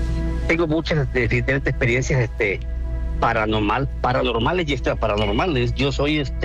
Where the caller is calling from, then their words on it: Coatzacoalcos, Veracruz, Mexico; De Veracruz, para ser exacto, Coaxacualcos